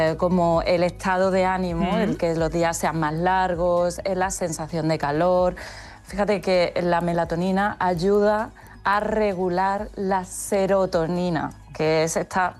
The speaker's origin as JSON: {"language": "Spanish", "region": "Extremadura", "country": "Spain", "said": "como soy extremeña, nunca me puedo quejar de que haga mucho calor en ningún sitio que no sea Sevilla o Extremadura."}